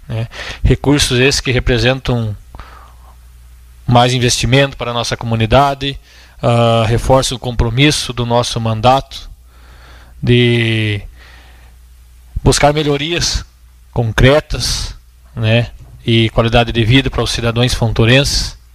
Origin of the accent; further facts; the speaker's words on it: Fontoura Xavier, Rio Grande do Sul, Brazil; lá na Vila Cis, da minha comunidade, onde eu nasci, onde eu me criei, onde eu cresci, onde eu vivi por muitos anos, mais conhecido como Sovaco da Cobra